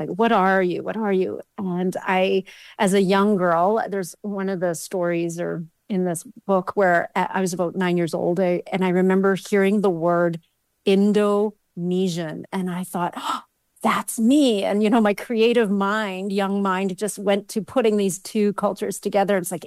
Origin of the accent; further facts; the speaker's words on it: Calgary, Alberta, Canada; As you said, I was born and raised in Calgary. in the mid 70s and 80s. So back then it was a very different city.